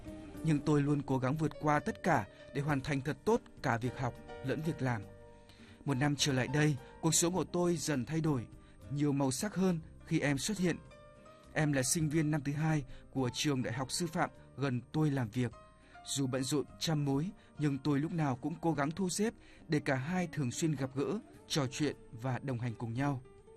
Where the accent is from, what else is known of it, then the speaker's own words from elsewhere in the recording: Thanh Hoa, Vietnam; Tôi năm nay 30 tuổi, sinh ra ở miền quê xứ Thanh. Quê tôi có phong cảnh hùng vĩ, cuộc sống ở đó gắn liền với núi rừng, nương rẫy và tiếng suối chảy quanh năm.